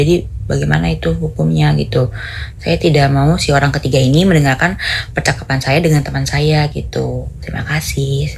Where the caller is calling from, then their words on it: Lombok, West Nusa Tenggara, Indonesia; Saya berasal dari Lombok.